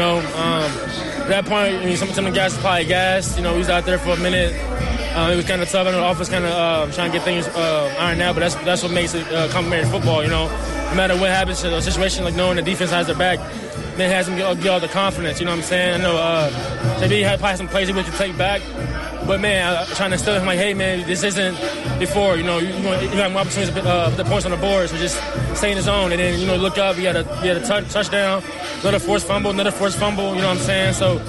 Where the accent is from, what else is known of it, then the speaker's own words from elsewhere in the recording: Cincinnati, Ohio, United States; playing football over there growing up in College Hill over there across Aiken High School